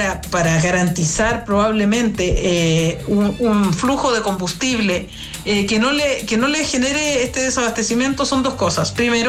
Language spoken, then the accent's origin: Spanish; Chile; para una periodista chilena como yo